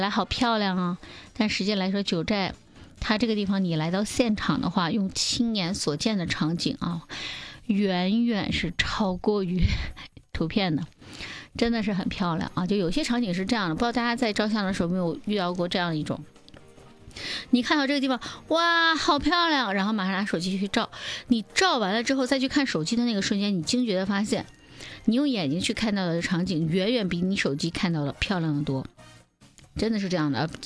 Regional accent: Northeast China, China

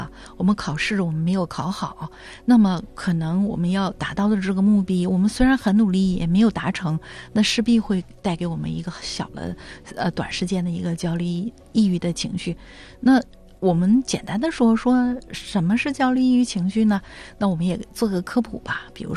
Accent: China; 我们中国人是羞于说情绪的民族

